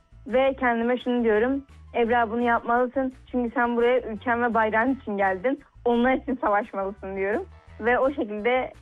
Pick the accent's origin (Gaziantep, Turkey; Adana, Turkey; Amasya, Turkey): Gaziantep, Turkey; born there; 2010 Gaziantep doğumluyum.